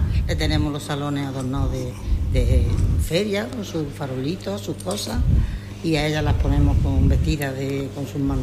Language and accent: Spanish; Adamuz, Andalusia, Spain; accent: Adamuz S (almuseña); now in Pozoblanco, Spain; Yo soy de Adamu.